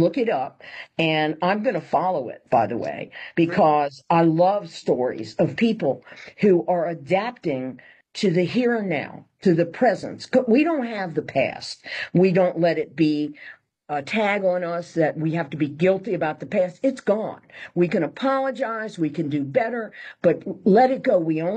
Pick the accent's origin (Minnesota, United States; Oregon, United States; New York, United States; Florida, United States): Florida, United States; born or raised there; also born or lived in California